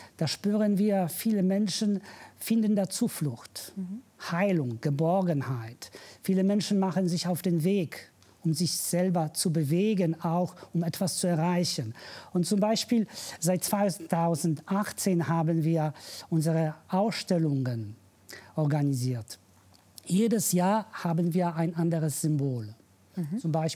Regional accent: Poland; German is a second language; moved away as an adult; now in Kloster Bornhofen, Germany; Ich komme aus Polen.

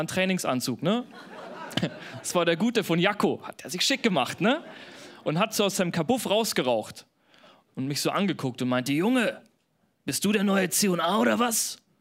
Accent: Bavaria, Germany; accent: Bavarian; Ihr habt gerade richtig Angst, dass ich bayerisch rede, ne? Alles gut, Mann. Ich habe den Dialekt dagelassen.

